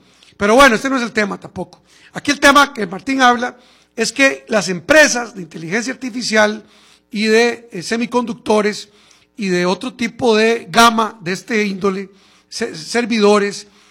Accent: Costa Rica; ¿será que nosotros podemos entrar ahí como costarricenses?

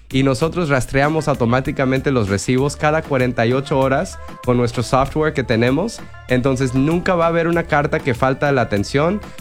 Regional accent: Sacramento, California, United States; also born or lived in Davis, California; ya que soy originario de Davis y Sacramento, o sea, de aquí soy

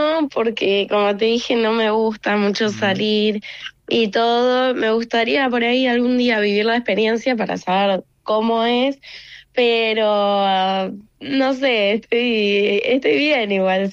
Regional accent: San Martín, Buenos Aires Province, Argentina; Yo soy de Buenos Aires, de San parte? Martín.

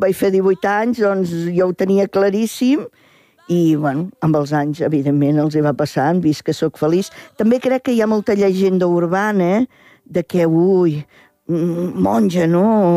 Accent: Reus, Catalonia, Spain; Jo era alumna de les Dominiques de la Presentació a Reus, que a més soc de Reus

